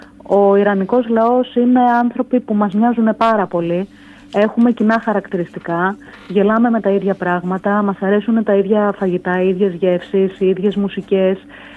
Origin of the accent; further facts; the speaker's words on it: Greece; Τους έλεγα ότι είμαι από Ελλάδα